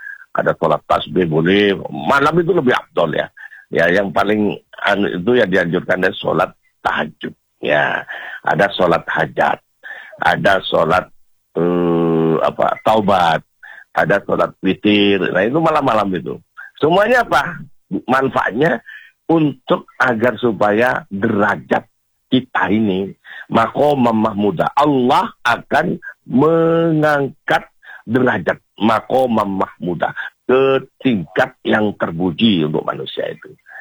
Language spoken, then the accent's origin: Indonesian; Madura, East Java, Indonesia; Kalau di daerah saya Madura itu langgar banyak ya.